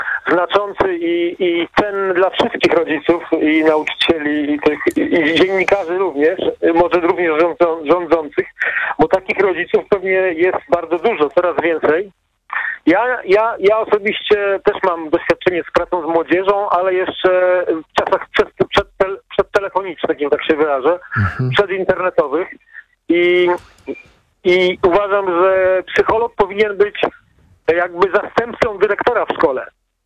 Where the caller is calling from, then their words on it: Gdańsk, Pomeranian Voivodeship, Poland; Dobry wieczór, dzwonię z Gdańska, z Kaszub.